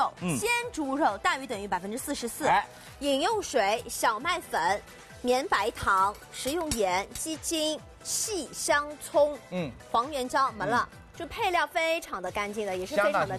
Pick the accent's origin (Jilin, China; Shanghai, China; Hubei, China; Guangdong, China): Shanghai, China; 我们上海人